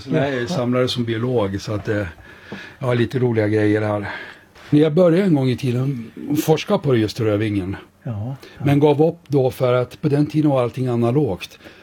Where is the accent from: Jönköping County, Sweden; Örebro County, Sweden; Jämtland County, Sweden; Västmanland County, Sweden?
Västmanland County, Sweden; Surahammar; moved away as an adult; also born or lived in Uppsala; jag är ju född i Surahammar. När jag flyttade till Uppsala och började läsa biologin så märkte jag att de sjunger helt annorlunda i Uppsala än i mina hemtrakter.